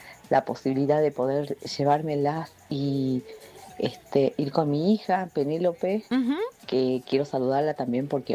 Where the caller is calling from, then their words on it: San Salvador de Jujuy, Jujuy, Argentina; te escucho desde Alto Comedero.